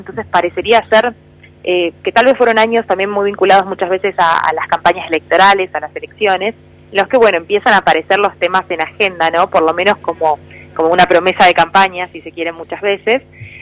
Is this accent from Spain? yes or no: no; Argentina; a nosotros como argentinos no nos sorprende